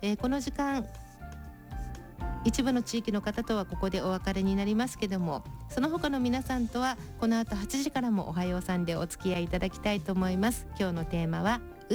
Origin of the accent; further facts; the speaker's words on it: Shizuoka, Japan; 静岡育ちの私